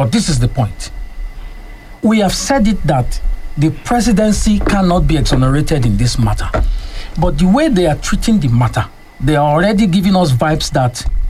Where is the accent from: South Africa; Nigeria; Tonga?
Nigeria; As a Nigerian